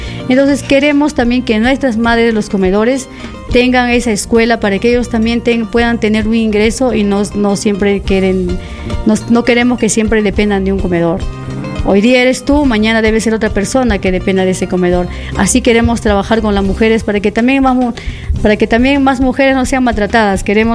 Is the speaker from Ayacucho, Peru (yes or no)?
yes; Huanta, Ayacucho, Peru; no porque soy de Huanta